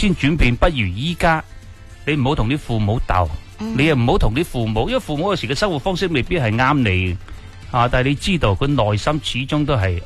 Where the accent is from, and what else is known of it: Foshan, Guangdong, China